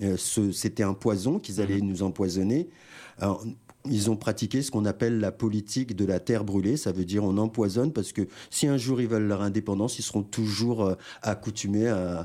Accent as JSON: {"language": "French", "country": "Guadeloupe", "tie": "born or raised there", "said": "je suis originaire de la Guadeloupe"}